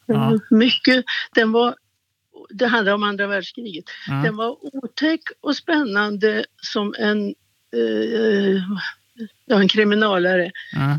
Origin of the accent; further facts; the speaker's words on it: Uppland, Sweden; also born or lived in Gothenburg / Malmö / Kävlinge; Men jag är från Uppland, så att, även om jag är född i Göteborg. Så jag pratar inte skånska. Jag har bott i Malmö.